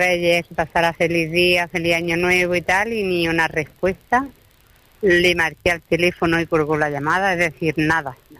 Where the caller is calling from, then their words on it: Granada, Andalusia, Spain; de Granada